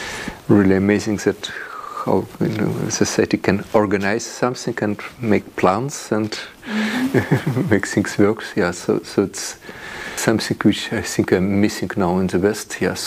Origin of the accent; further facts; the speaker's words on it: Russia; English is a second language; because I'm from Russia, and I never been on the east of Ural Mountains in Russia, so I've seen only in very little of western part.